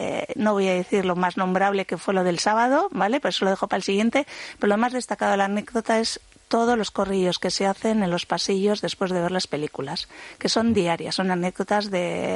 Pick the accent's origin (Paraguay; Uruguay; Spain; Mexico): Spain; Bilbao, Basque Country